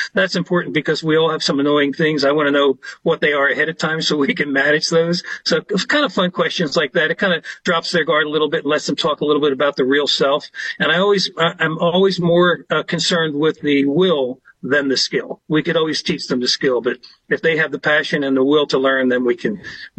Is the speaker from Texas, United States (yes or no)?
no; Philadelphia, Pennsylvania, United States; Born and raised in Philadelphia, I am the youngest of three.